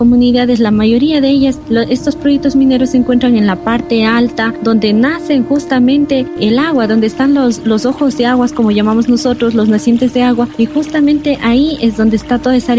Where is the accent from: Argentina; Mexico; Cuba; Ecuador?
Ecuador; Molleturo parish, Azuay; soy de la parroquia Moyeturo, provincia de la Suay, de una comunidad donde se encuentra amenazada por un megaproyecto minero.